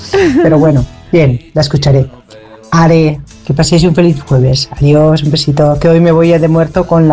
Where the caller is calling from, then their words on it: Spain; me considero española y una parte de Italia.